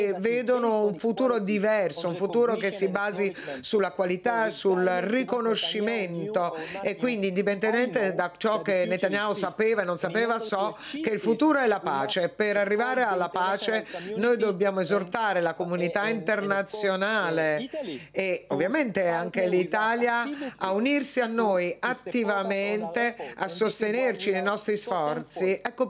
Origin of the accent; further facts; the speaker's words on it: Israel; Io sono nato e sono cresciuto in Israele. I miei nonni sono stati fra i fondatori dello Stato di Israele, sono immigrati in Palestina sotto il mandato palestinese per creare lo Stato di Israele.